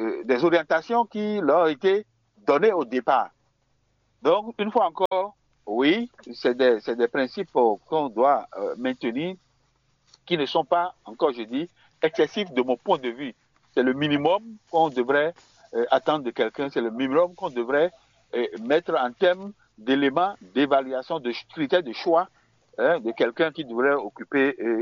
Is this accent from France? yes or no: no; Benin; mais je suis resté chez moi au Bénin.